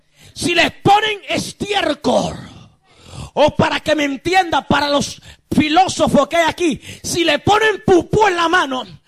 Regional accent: Dominican Republic; moved away; Cuando yo me crié en mi país, República Dominicana, yo vivía frente a una iglesita.

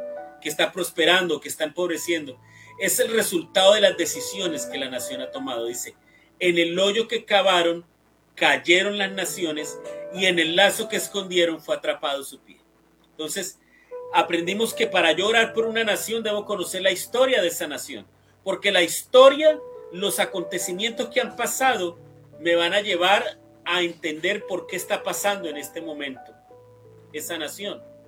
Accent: Colombia; yo soy de Colombia

